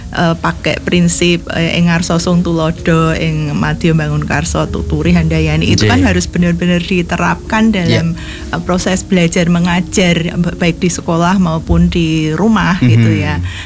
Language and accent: Indonesian; Java, Indonesia; Kita tuh orang Jawa gitu.